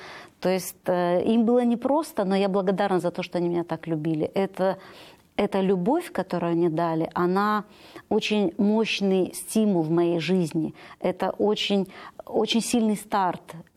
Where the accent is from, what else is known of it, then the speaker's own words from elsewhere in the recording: Odesa Oblast, Ukraine; Я выросла на Украине, на юге Украины, в теплых местах. Это Одесская область. У меня очень простая семья, простые родители.